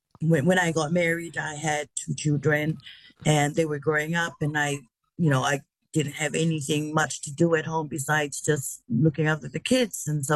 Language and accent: English; Tonga; Yes, I was born bred here in Tonga